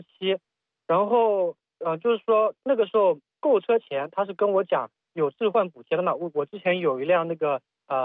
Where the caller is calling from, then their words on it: Hangzhou, Zhejiang, China; 我是杭州人嘛，杭州西湖区人